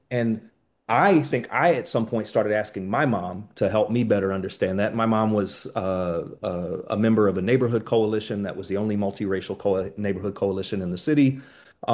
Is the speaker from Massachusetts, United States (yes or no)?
no; Kansas City, Missouri, United States; I grew up in Kansas City. I grew up right off of the historic red line in Kansas City.